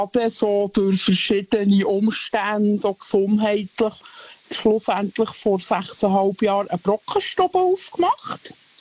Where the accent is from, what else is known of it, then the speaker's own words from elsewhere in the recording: Thun, Bern, Switzerland; born there; Ich bin in Thun geboren